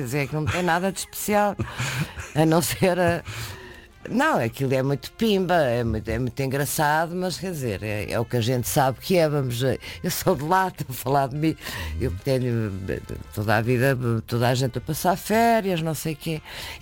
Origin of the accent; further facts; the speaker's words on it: Lisbon, Portugal; born there; Lisboa, que é a terra onde eu nasci.